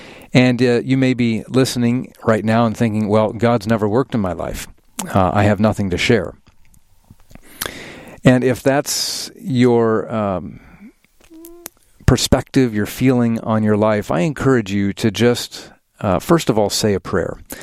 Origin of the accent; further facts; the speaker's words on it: Denver, Colorado, United States; We grew up in Denver. I grew up in Denver.